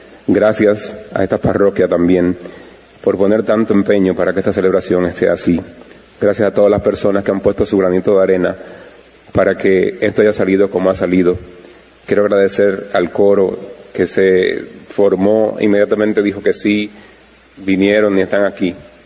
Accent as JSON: {"language": "Spanish", "town": "Enriquillo", "region": "Barahona", "country": "Dominican Republic", "said": "toda la gente de mi tierra, de Enriquillo"}